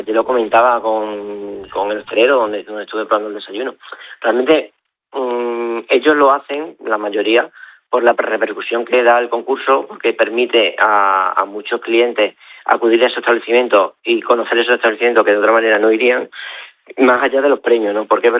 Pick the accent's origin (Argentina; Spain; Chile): Spain; Badajoz, Extremadura